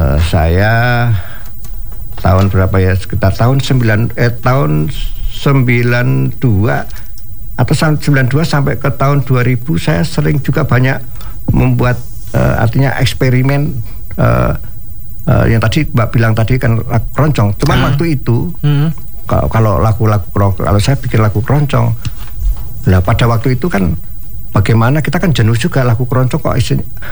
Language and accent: Indonesian; Surakarta, Central Java, Indonesia; now in Jakarta, Indonesia; Tapi hampir rata-rata saya menciptakan lagu itu setelah saya hijrah ya, habis dari kota Solo ke Jakarta.